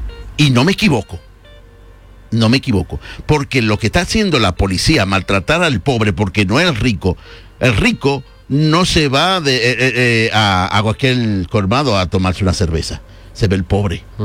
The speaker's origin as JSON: {"language": "Spanish", "country": "Dominican Republic", "also_born_or_lived": "Santo Domingo", "moved": "as an adult", "said": "Primero soy dominicano."}